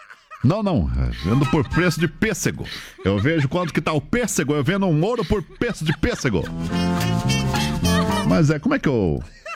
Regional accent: Guarulhos, São Paulo, Brazil; Quando era moleque lá em Guarulhos, eu ia nas feiras do rolo.

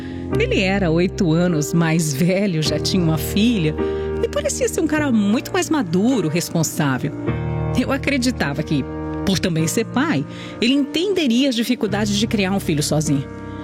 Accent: Brasília, Federal District, Brazil; born there; Eu nasci em Brasília e depois que os meus pais se separaram, eu fiquei bem rebelde.

